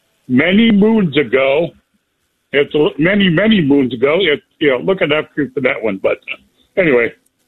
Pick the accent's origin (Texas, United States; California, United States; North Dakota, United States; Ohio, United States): Ohio, United States; I was born and raised in Ohio.